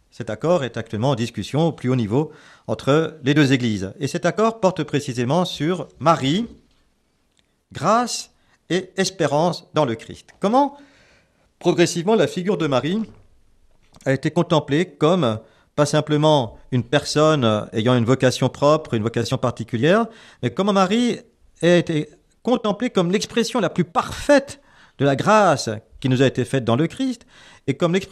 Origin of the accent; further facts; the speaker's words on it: United Kingdom; accent: English; French is a second language; Excusez toujours mon accent anglais inimitable